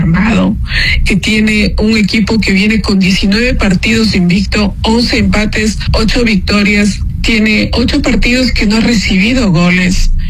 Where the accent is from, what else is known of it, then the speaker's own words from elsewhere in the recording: Ecuador; yo creo que si bien como hincha, como ecuatoriano, uno quiere que llegue lo más lejos posible y sueña con esas semifinales